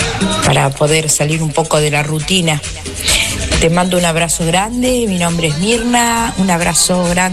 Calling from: Buchardo, Córdoba, Argentina; te hablo desde acá de Buchardo

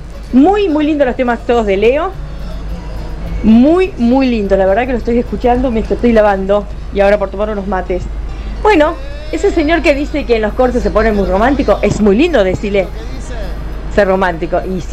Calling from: Funes, Santa Fe, Argentina; de Funes.

